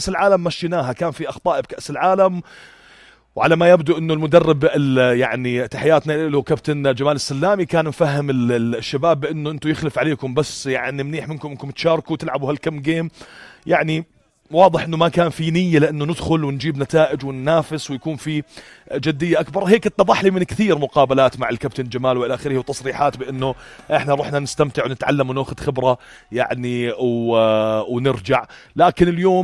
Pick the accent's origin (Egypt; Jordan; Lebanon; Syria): Jordan; واحنا كجمهور اردني وكمنتخب اردني